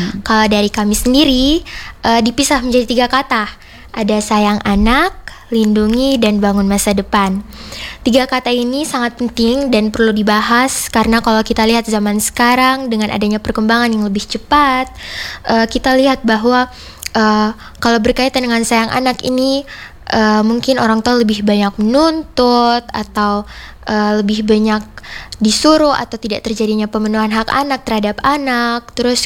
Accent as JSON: {"language": "Indonesian", "region": "East Nusa Tenggara", "country": "Indonesia", "said": "Sebagai anak Indonesia dan juga anak Provinsi Nusa Tenggara Timur, saya bersyukur dan senang hidup sebagai anak Indonesia dan juga anak NTT."}